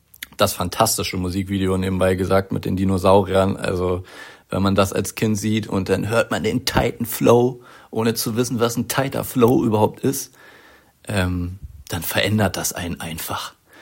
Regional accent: Berlin, Germany; moved away; Ich komme ja ursprünglich aus Berlin, aber verrate es keinem.

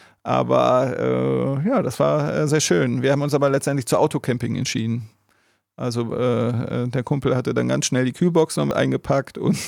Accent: Wetzlar, Hesse, Germany; born there; Ja, aber ich bin in Wetzlar an der Lahn geboren.

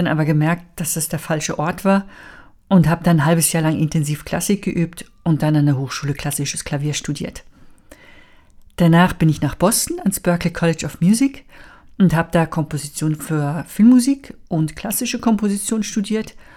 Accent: Switzerland; moved away; also born or lived in Italy / United States; weil ich bin in der Schweiz aufgewachsen. Meine Eltern, meine Vorfahren sind aber Deutsche. Da habe ich 6 Jahre in Italien gelebt, 3 Jahre USA

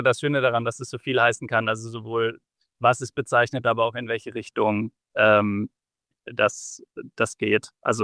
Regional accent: Heidelberg, Baden-Württemberg, Germany; Also ich komme ja, wie gesagt, aus Heidelberg, was ja so ein sehr akademisch und so ein, also so auf eine gute Art kleinstädtisch geprägtes Umfeld ist.

